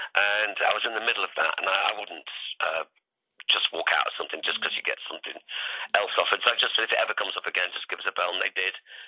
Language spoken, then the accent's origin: English; Blackpool, North West England, United Kingdom; moved away as an adult; Yeah, I was born in Poulton and lived in Blackpool up to sort of being about 18, and then I sort of started touring.